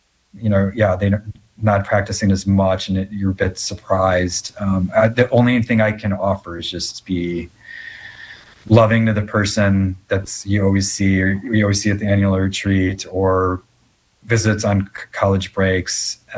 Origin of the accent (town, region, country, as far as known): Naperville, Illinois, United States; born or raised there